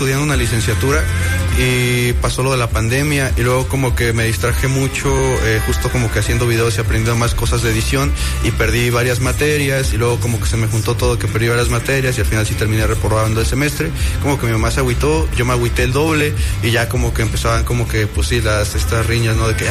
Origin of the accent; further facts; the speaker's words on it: Tenancingo de Degollado, State of Mexico, Mexico; Es que soy de Estado de México, no tan cercano a Ciudad de México, sino como ya Estado de México. El lugar se llama Tenancingo de Degollado.